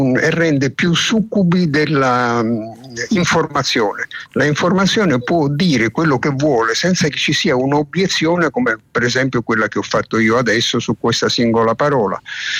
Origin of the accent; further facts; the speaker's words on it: Naples, Campania, Italy; first language Neapolitan; Completamente napoletano sono. Di estrazione completamente napoletana, cioè provengo proprio da lì. Lì mi si sono formate, oltre che la mia lingua madre, il napoletano, è quello che io parlo con me stesso quando sto da solo